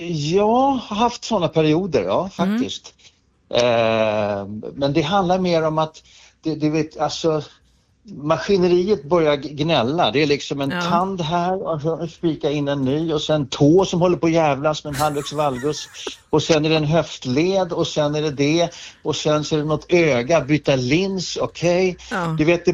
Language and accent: Swedish; Stockholm, Stockholm County, Sweden; born or raised there